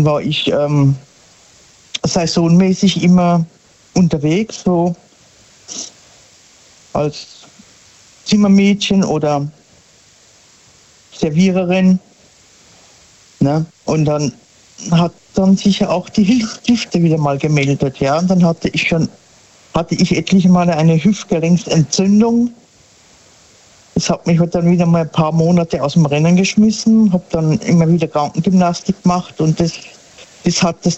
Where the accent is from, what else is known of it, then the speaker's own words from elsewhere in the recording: Sinsheim, Baden-Württemberg, Germany; aus der Ecke Sinsheim.